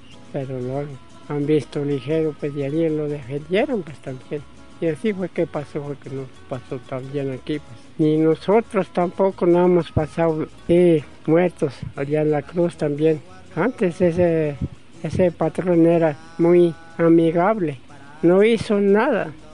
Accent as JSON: {"language": "Spanish", "country": "Colombia", "said": "Y así nosotros somos de Zumbico. Veníamos a trabajar porque arriba ya no tenemos donde trabajar"}